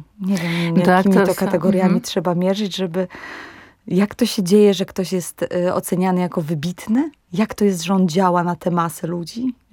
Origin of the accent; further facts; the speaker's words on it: Ostróda, Warmian-Masurian Voivodeship, Poland; born there; moved away as an adult; now in Łódź, Poland; Ale najlepiej jednak jest mi na tych Mazurach w Ostródzie. Tam ładuję akumulatory, tam jestem z rodziną. Tam z najbliższymi, tam są moi rodzice.